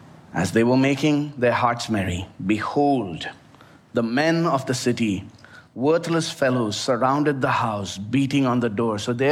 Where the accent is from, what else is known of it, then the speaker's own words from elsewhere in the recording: India; moved away; my home country of India